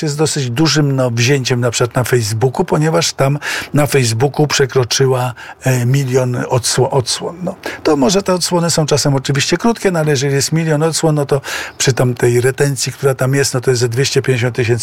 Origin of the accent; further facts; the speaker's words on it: Warsaw, Masovian Voivodeship, Poland; Jak już wspomniałem, jestem z Międzylesia, czy jestem z tak zwanej linii otwockiej, którą zawsze bardzo lubiłem.